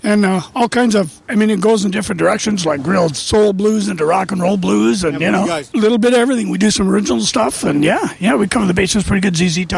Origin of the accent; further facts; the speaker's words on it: Trenton, Ontario, Canada; Dave is Springbrook area, and I'm Trenton area.